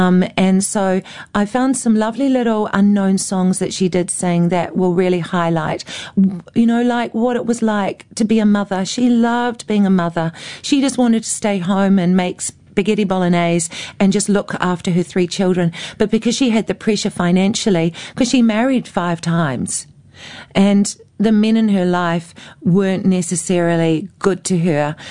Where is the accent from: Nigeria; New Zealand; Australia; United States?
New Zealand; I've come all the way from New Zealand